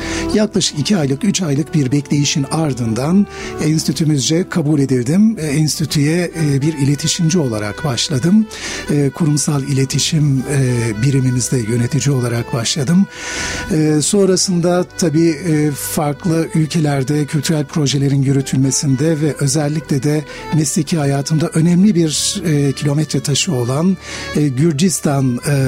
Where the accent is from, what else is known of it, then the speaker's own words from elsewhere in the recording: Malatya, Turkey; also born or lived in Ankara; Ben ilk ve orta öğrenimim Malatya'da, memleketim olan Malatya'da tamamladım. Sonrasında Ankara'da Gazi Üniversitesi'nde İktisadi İdare Bilimler Fakültesini bitirdim.